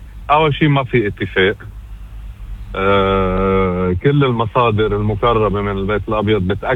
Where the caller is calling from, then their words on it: Lebanon; انا ما بدي حدا يدافع عني كأنا لبناني